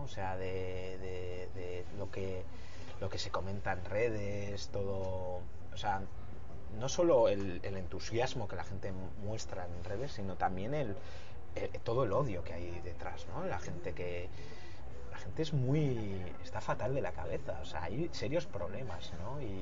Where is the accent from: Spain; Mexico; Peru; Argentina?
Spain; Bilbao, Basque Country; Mejor que somos de Bilbao.